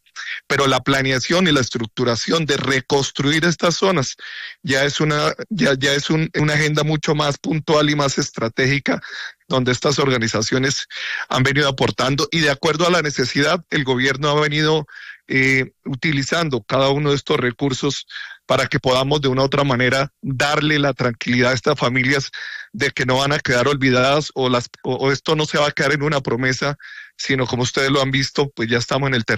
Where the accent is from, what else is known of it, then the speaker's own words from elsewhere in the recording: Colombia; hoy todos somos colombianos